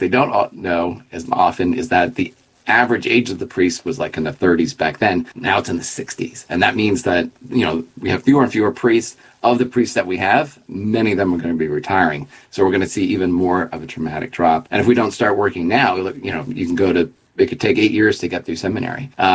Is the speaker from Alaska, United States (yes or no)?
no; Philadelphia, Pennsylvania, United States; I'm from Philadelphia.